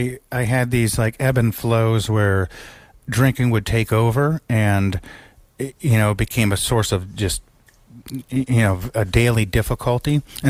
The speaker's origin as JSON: {"language": "English", "town": "North Canton", "region": "Ohio", "country": "United States", "tie": "born or raised there", "said": "So then, you know, I decided to come back to Ohio. I was, you know, born and raised in Northeast Ohio and North Canton."}